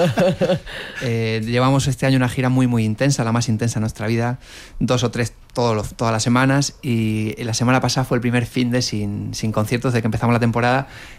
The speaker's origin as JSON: {"language": "Spanish", "region": "Canary Islands", "country": "Spain"}